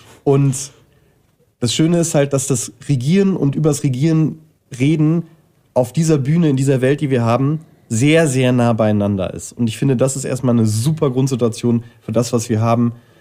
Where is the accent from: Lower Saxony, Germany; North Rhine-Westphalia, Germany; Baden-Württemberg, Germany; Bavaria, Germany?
North Rhine-Westphalia, Germany; born there; moved away; Ich komme aus der Nähe von Neuss, das ist bei Düsseldorf, und da gibt es ein Globe-Festival und da war ich manchmal als Kind.